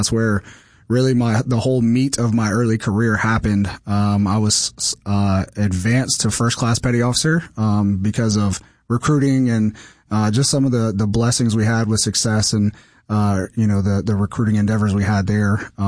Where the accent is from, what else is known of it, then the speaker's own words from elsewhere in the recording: South Carolina, United States; moved away as an adult; now in Minnesota, United States; From there, we actually went down, to South Carolina. We, covered our hometown.